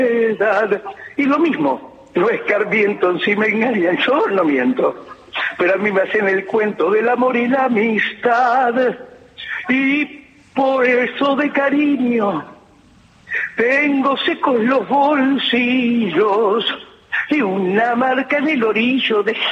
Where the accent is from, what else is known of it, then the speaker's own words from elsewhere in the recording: Buenos Aires, Argentina; also born or lived in Caballito, Buenos Aires; fui criada en Villa del Parque.